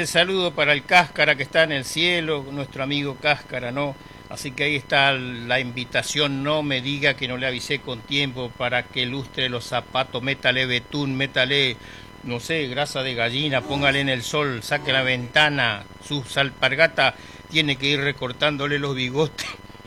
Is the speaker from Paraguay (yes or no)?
no; Buenos Aires, Argentina; born there; Y yo soy hijo de esa tierra, por lo tanto, siempre tengo, ¿no? Esa nostalgia aunque yo me crié en Buenos Aires, tengo que decirlo por una razón obvia, ¿no? Y que mi madre me llevó a Buenos Aires